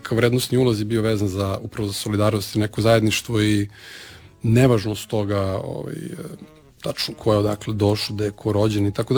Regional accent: Novi Sad, Vojvodina, Serbia; born there; iako jesam rođen u Srbiji, neko koji pripadam, iako sam rođen u Novom Sadu zapravo

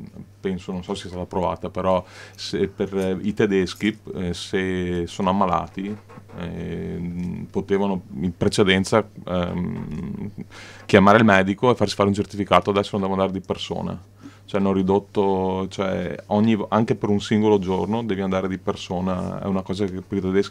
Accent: Castelfranco Veneto, Veneto, Italy; Sì, io sono di Castelfranco Veneto, in provincia di Treviso

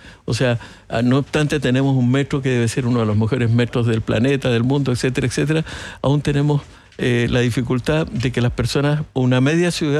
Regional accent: Valparaíso, Chile; also born or lived in Madrid, Spain; Yo soy porteño, nací en Valparaíso, siempre amé al mar, y dije, bueno, siempre voy a buscar volver al mar, etc.

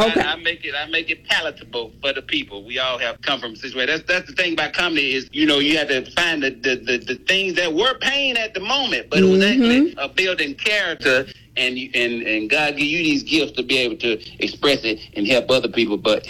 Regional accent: Villa Rica, Georgia, United States; You know, I was born in Villarica. That's my hometown.

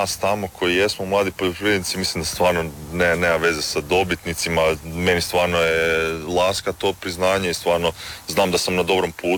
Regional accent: Zagreb, City of Zagreb, Croatia; also born or lived in Germany; ja sam rođen zapravo u Njemačkoj i onda su se moji roditelji vratili natrag u Hrvatsku 2000. godine, preselili su u Zagreb. I ja sam tamo završio i osnovnu, srednju školu, fakultet.

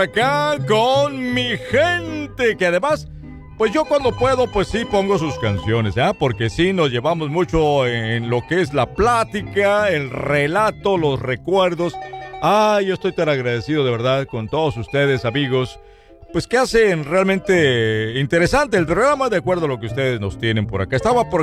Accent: Sinaloa, Mexico; now in United States; En mi tierra, pues allá en la sierra, madre, pues creo que se da mucho el café todavía. No sé, porque yo hace muchos años, ¿eh? Muchos años, pues yo tengo acá unos 42 años en Estados

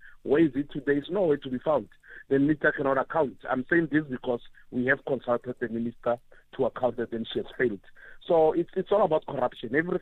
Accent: South Africa; we are South African

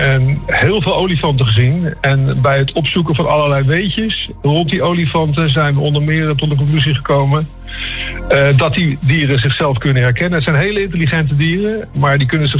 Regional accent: Voorburg, South Holland, Netherlands; moved away; In Voorburg of all places. Dus als je dat misschien niet weet, het is een voorstad van Den Haag.

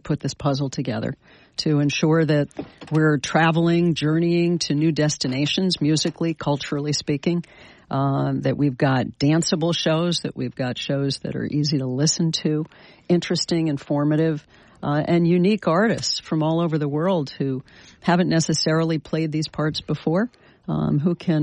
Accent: New York, United States; I got back to my hometown here in the Capital Region

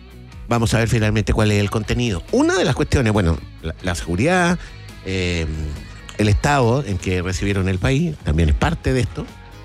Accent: Chile; Somos bravos los chilenos para esto, los terremotos.

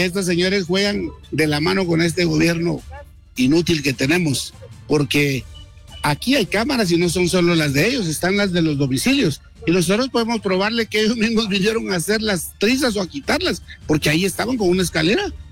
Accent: Guatemala

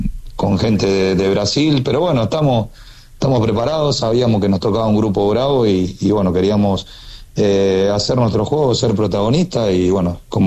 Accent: Argentina; now in Asunción, Paraguay; siendo argentino

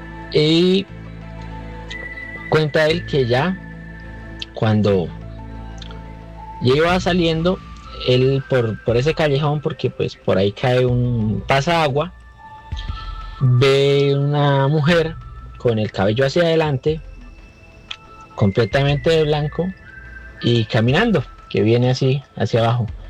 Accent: Santander, Colombia; Nosotros somos de Santander. Y pues crecimos en el campo, tenemos una finca

